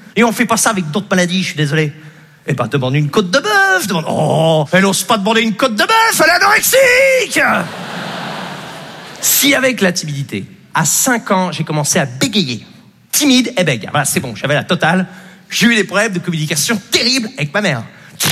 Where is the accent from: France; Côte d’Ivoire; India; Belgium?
France; Normandy; J'ai grandi en Basse-Normandie